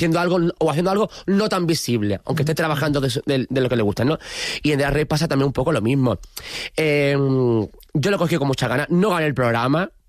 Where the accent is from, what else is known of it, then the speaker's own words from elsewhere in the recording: Jerez, Andalusia, Spain; En mi tierra, en Jerez